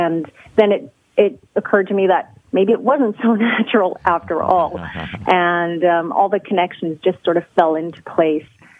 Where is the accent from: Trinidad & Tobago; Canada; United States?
Canada; Newfoundland and Labrador; I also grew up in a very small town in Canada. I grew up in Newfoundland, and there just was not much available there.